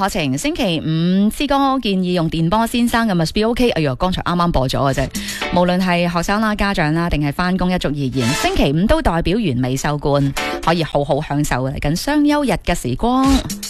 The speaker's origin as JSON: {"language": "Cantonese", "region": "Guangdong", "country": "China", "said": "我哋广东人肯定系认身会陈皮嘅，"}